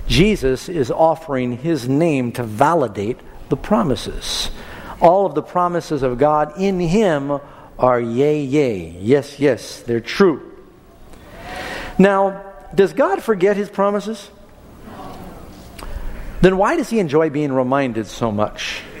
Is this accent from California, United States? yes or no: no; New York City, New York, United States; I remember I grew up in New York City, and first time I read chaff in the Bible, I had no idea what that was.